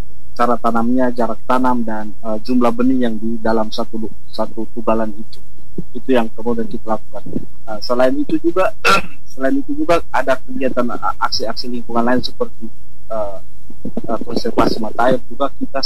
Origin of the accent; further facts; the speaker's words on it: Indonesia; now in Malaysia; kok saya dari Malaysia dari Indonesia ke Malaysia, kemudian kerjanya hanya cabut-cabut rumput.